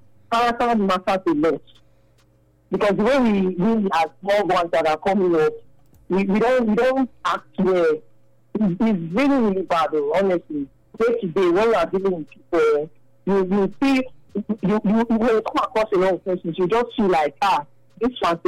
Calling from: Benin; I'm calling from Benin.

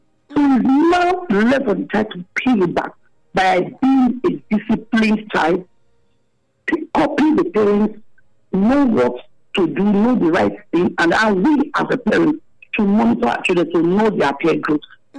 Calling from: Germany; I'm calling from Germany.

